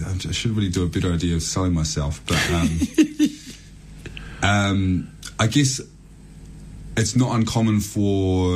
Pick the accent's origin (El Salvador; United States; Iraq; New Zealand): New Zealand; as growing up in New Zealand